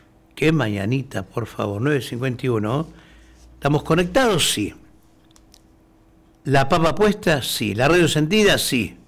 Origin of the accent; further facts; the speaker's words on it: Argentina; como argentino también me siento como si estuviera humillado.